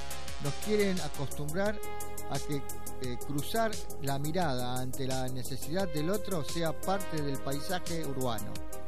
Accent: Argentina

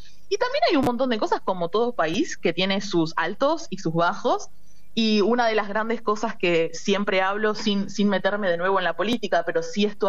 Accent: Argentina; moved away as an adult; now in Canada; Argentina sigue siendo Argentina, mi gente está en Argentina, mi cultura está en Argentina

